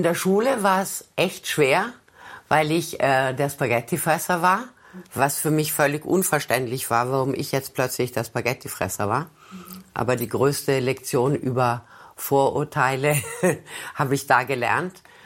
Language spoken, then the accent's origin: German; Italy; Ich bin ja in Italien aufgewachsen und da war meine Mutter ja die Straniera.